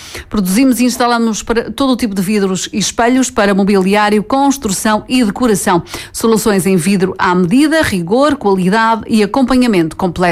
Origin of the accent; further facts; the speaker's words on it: Espinho, Norte, Portugal; Eu sou de Espinho